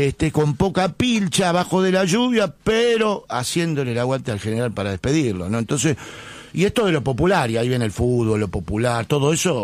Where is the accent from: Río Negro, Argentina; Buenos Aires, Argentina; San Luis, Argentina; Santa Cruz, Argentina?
Buenos Aires, Argentina; born there